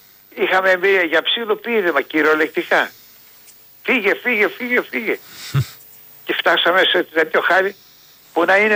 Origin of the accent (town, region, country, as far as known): Greece